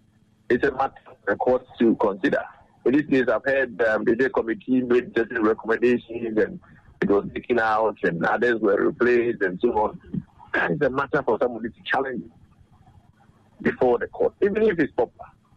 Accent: Ghana; I am the wrong Ghanaian to ask.

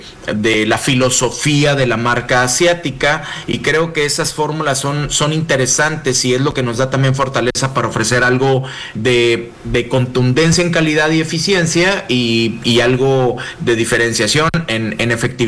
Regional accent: Mexico; nuestras universidades como ingenieros mexicanos van en conjunto con estas marcas

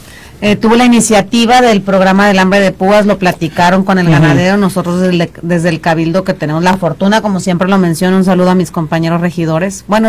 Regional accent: Badiraguato, Sinaloa, Mexico; Hola, buenas tardes, somos de Badiraguato.

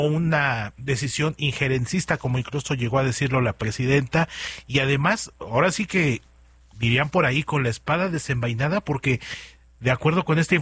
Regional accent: Mexico

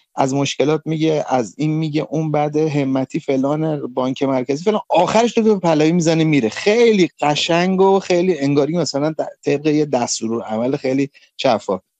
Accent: Karaj, Alborz, Iran; من بچه کرجم، بچه محله خودمو میشناسم.

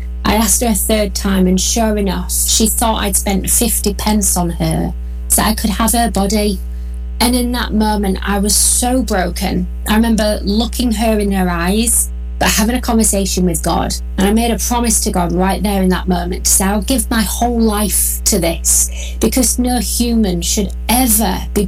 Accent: England, United Kingdom; I'm from England, we don't get much sunshine.

